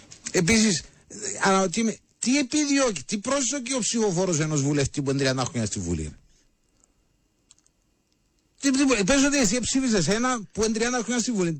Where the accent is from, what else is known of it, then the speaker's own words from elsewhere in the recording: Akaki, Nicosia District, Cyprus; από τα Ακάκιν και ψήφισα Λήφη Δίαν.